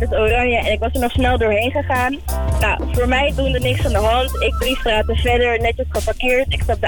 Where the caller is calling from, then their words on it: Zaandam, North Holland, Netherlands; Ik kom uit Zaanstad.